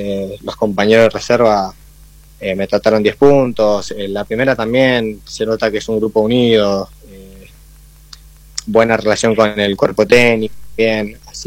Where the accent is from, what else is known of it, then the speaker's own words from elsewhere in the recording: Lanús, Buenos Aires Province, Argentina; moved away as an adult; yo soy de Buenos Aires, de Lanús.